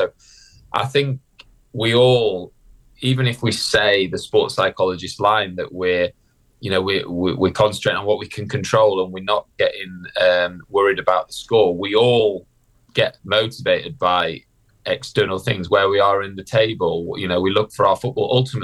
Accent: Sheffield, Yorkshire and the Humber, United Kingdom; the tournament was actually in Sheffield, which is my hometown.

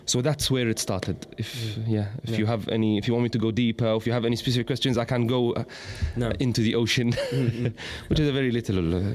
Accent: Jordan; moved away; also born or lived in Morocco; So he decided to look for another place, even though we are from Jordan originally.

